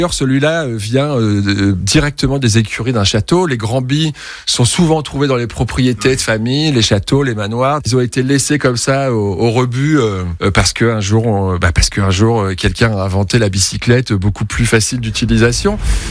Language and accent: French; Centre-Val de Loire, France